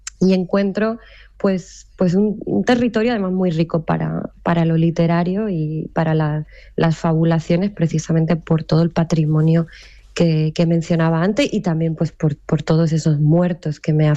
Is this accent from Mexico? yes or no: no; Castro del Río, Andalusia, Spain; se parece mucho a mi pueblo, que es Castro del Río, en la campiña cordobesa.